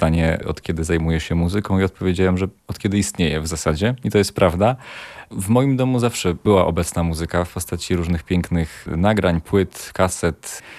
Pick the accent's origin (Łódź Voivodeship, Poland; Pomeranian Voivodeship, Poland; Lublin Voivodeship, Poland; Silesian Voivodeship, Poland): Pomeranian Voivodeship, Poland; Mój tata jest z Mazowsza, ale tutaj się urodziłem, tutaj żyję od urodzenia. I tak, jestem bardzo dumny i szczęśliwy z tego, że jestem stąd.